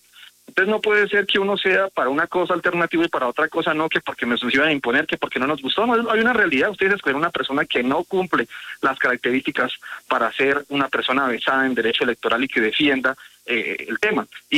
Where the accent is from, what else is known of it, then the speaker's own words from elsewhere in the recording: Boyacá, Colombia; Claro, yo puedo decirle básicamente que yo soy de Boyacá